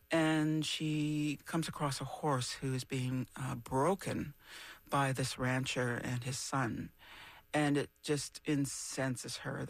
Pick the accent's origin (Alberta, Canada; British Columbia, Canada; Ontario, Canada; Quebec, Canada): Ontario, Canada; Temagami; when I grew up in Tomogamy, in Northern Ontario